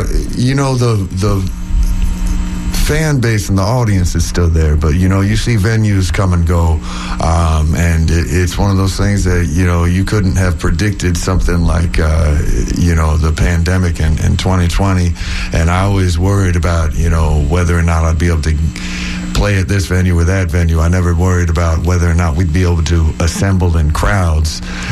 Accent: Orlando, Florida, United States; moved away as an adult; now in Tampa Bay, United States; I moved to Tampa Bay in 2011. And I grew up in Orlando, and I moved to Tampa Bay

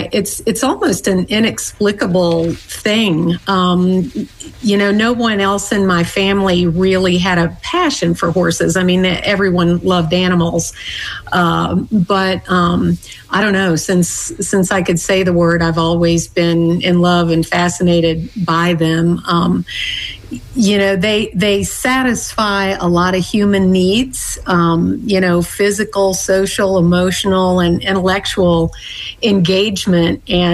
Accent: Bowling Green, Kentucky, United States; I had friends in the neighborhood with horses, and I grew up in Bowling Green, Kentucky, and it was relatively inexpensive to have horses there.

